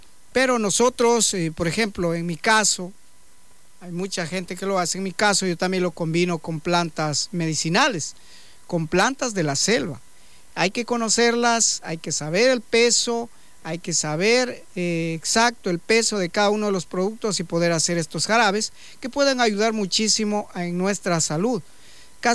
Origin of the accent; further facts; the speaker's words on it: Shushufindi, Sucumbíos, Ecuador; Somos del cantón Chuchufindi, provincia de Sucumbíos.